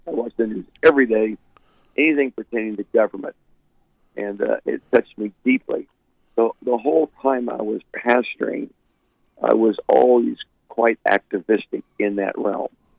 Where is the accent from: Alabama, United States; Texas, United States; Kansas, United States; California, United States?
Kansas, United States; moved away as an adult; also born or lived in Oklahoma; I'm originally a Midwestern farm boy. I'm from Kansas originally. North Central Kansas, a corn and wheat farm, and my schooling was in Kansas